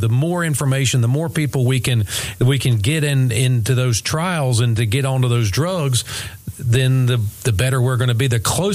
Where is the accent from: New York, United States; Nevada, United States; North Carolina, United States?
North Carolina, United States; I grew up in Robinson County